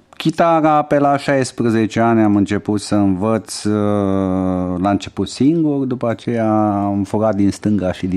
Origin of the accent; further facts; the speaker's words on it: Lipova, Arad County, Romania; moved away as an adult; now in Stuttgart, Germany; formată în orașul meu natal, Lipova. Am avut câțiva ani de activitate. Eu i-am părăsit în 2010 când am venit în Stuttgart